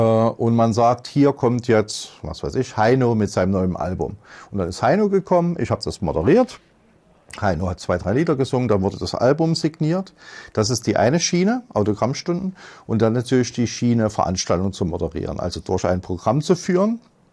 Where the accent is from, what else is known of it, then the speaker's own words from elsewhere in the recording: Leipzig, Saxony, Germany; 1970 geboren in Leipzig, noch wohnhaft in Leipzig.